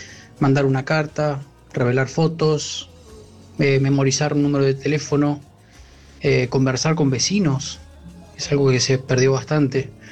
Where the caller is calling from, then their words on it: Buenos Aires, Argentina; de Microcentro.